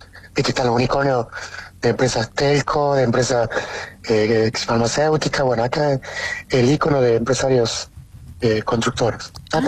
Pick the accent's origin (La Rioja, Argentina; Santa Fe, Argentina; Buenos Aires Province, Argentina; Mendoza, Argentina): La Rioja, Argentina; Yo me crié en La Rioja